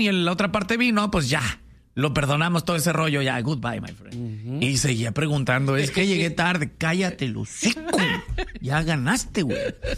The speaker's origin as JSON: {"language": "Spanish", "country": "Mexico", "said": "Le dije, thank you, your honor. I am American. Y ya salí de ahí y le dije, soy mexicano a la vez."}